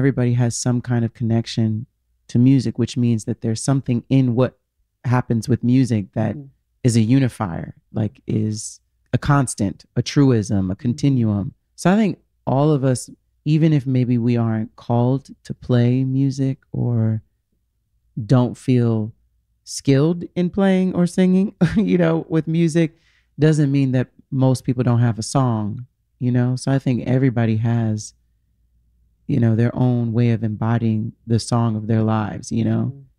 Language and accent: English; New York, United States; Everybody in my family has very strong voices, very clear, assertive voices. And growing up in New York, you're used to that.